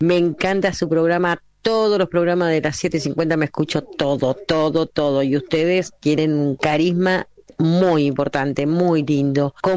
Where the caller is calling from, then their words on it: Entre Ríos, Argentina; de Isla, de Entre Ríos.